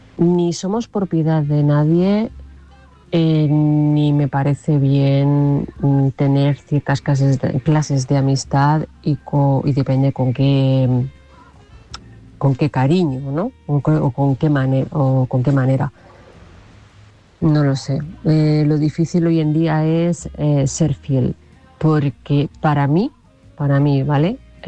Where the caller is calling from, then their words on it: Toledo, Castilla-La Mancha, Spain; de Toledo.